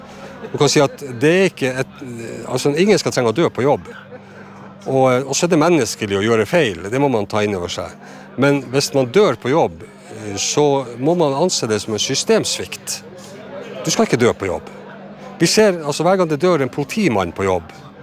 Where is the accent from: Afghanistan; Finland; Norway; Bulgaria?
Norway; Kjøllefjord, Finnmark; jag är ju född och uppvuxen i Kjøllefjord i ett fiskevær.